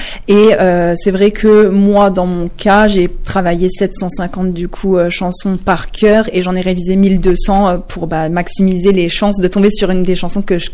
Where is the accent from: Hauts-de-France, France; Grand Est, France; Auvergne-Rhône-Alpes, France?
Grand Est, France; Ah, je suis du Ucigny, j'y tiens.